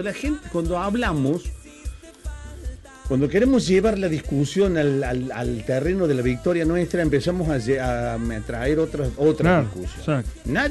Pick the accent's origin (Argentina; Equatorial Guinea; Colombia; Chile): Argentina; Somos así los argentinos, ¿eh? Siempre viendo los errores de los otros.